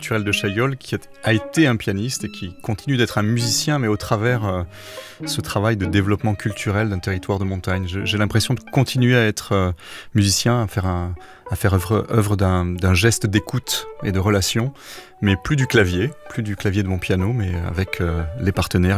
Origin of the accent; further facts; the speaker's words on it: Marseille, Provence-Alpes-Côte d'Azur, France; born there; moi je suis né à Marseille, de parents qui étaient eux-mêmes nés en Tunisie, et qui sont arrivés en France au début des années 60